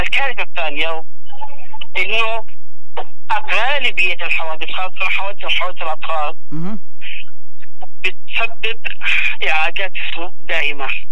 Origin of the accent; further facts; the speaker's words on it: Yemen; عندنا في اليمن